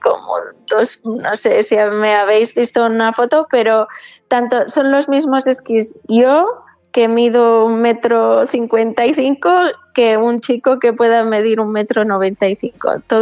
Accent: Pyrenees, Spain; yo soy del Pirineo

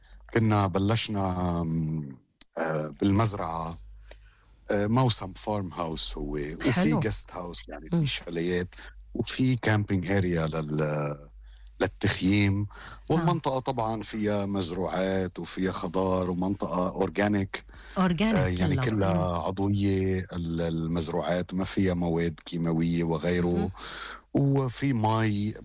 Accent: Ammatour, Mount Lebanon, Lebanon; born there; بضيعتي بعماطور بتبعد تقريبا شي ساعة عن بيروت،

